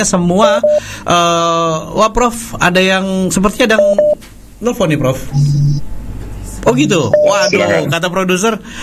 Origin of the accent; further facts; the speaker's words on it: North Sumatra, Indonesia; saya memang bukan warga Indramayu atau warga Jawa Barat, saya adalah Sumatera Utara